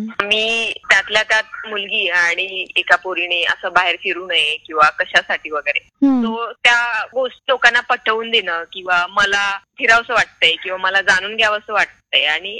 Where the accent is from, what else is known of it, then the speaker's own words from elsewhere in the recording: Yavatmal, Maharashtra, India; माझा जिल्हा यवतमाळ येतो पण मी चंद्रपूरला तिकडे शिकायला गेले